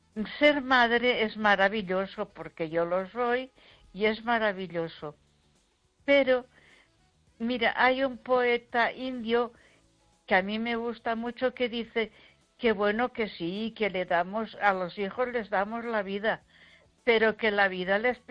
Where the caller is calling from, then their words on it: Ponferrada, Castile and León, Spain; de Ponferrada.